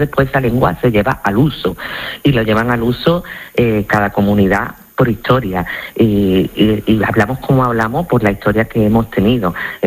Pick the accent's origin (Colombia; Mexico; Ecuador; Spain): Spain; Andalusia; los andaluces, siempre nos hemos visto en situaciones en las que hemos estado presentes y han humillado nuestra forma de hablar.